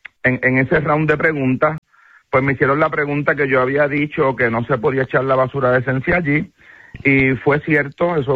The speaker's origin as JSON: {"language": "Spanish", "town": "Cabo Rojo", "country": "Puerto Rico", "tie": "born or raised there", "also_born_or_lived": "Mayagüez", "said": "De toda la vida. Nací en el hospital de Mayagüez y tan pronto le dieron de alta a mi mamá, pues regresé a Cabo Rojo."}